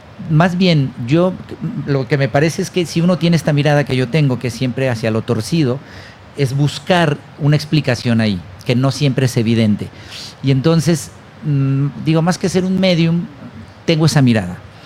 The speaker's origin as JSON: {"language": "Spanish", "town": "Guadalajara", "region": "Jalisco", "country": "Mexico", "tie": "born or raised there", "moved": "as an adult", "lives_now": "Mexico City, Mexico", "said": "yo en concreto soy más urbano, ¿sí? Y crecí en Guadalajara y vivo hace 22 años en la Ciudad de México."}